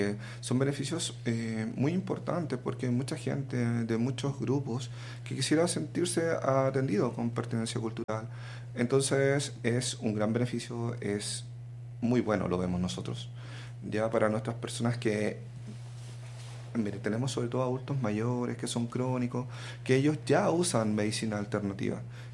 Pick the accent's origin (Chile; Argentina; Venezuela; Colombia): Chile